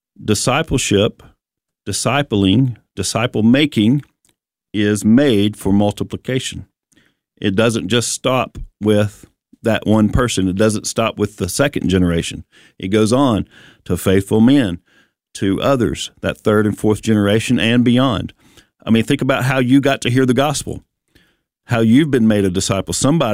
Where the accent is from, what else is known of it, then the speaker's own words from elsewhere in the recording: Bible Belt, United States; If you're like me growing up in the Bible Belt here in the U.S.